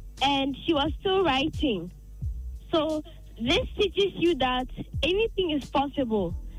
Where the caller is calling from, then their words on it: Accra, Greater Accra, Ghana; I'm calling from Accra.